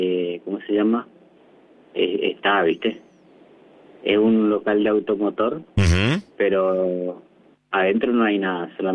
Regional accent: Formosa, Argentina; Y yo soy bien orgulloso de ser de acá.

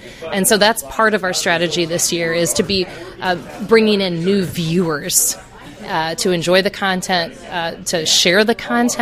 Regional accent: Illinois, United States; It makes me so proud of Central Illinois. It makes me so proud of my hometown.

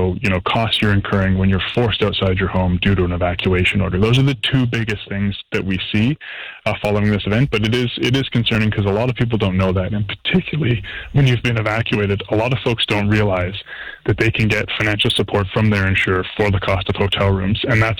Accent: British Columbia, Canada; as a British Columbian, as probably any Canadian, this is horrifying, right?

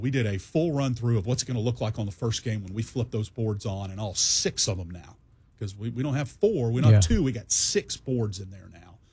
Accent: Georgia, United States; moved away as an adult; now in Memphis, United States; I grew up outside of Atlanta.

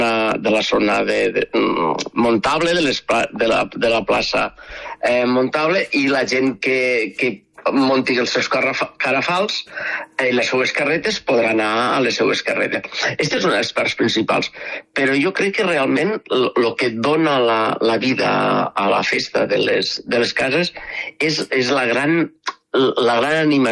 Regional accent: Alcanar, Catalonia, Spain; La gent que som, jo sóc d'Alfanar, però sempre hem viscut les festes de les cases.

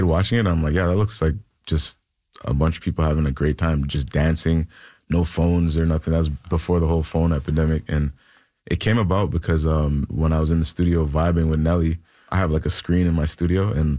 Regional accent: Canada; I can't believe she's Canadian. Like, she's where I'm from.

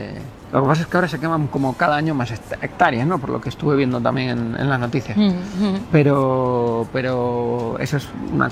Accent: Canary Islands, Spain; born there; Porque yo nací en Canarias, tú eres canario. No te olvides nunca, me decía así con pasión.

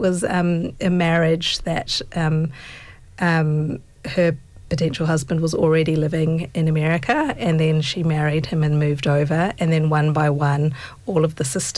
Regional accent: New Zealand; Yeah, and I've got two siblings, so we're all born in New Zealand. And all grew up there basically.

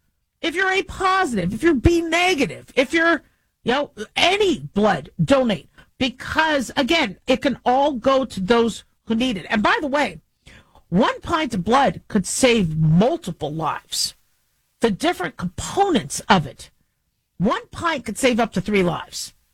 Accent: Nevada, United States; the fact that it started in Nevada, pretty cool. You know, that my home state

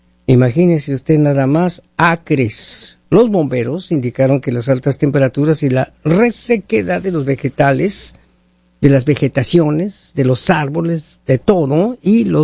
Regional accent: Hermosillo, Sonora, Mexico; now in United States; Yo sé que están sufriendo muchísimo calor allá en nuestra tierra.

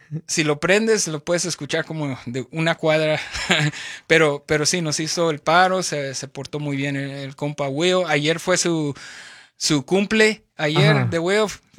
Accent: northern Mexico, Mexico; also born or lived in Tijuana; now in Los Angeles, United States; Pero somos norteños.

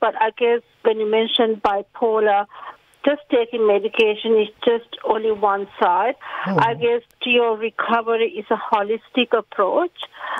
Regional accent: Sri Lanka; now in Canberra, Australia; Yes, so my background is I'm from Sri Lanka, so I came over 30 plus years ago.

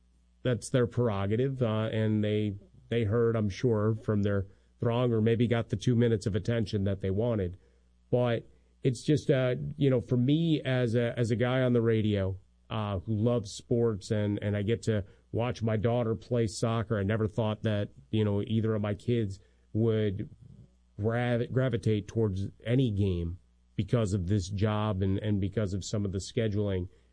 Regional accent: Chicago, Illinois, United States; But there was also the Mike Ditka that I loved growing up in Chicago

